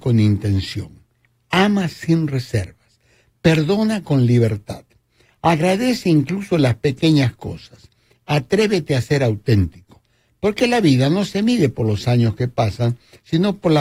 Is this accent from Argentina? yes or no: yes; Argentina; Por supuesto, como argentino, me encantaría que sea Argentina